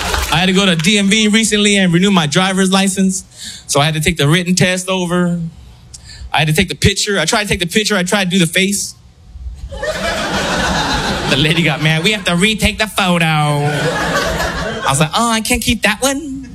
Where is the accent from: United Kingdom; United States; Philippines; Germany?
Philippines; I'm Filipino.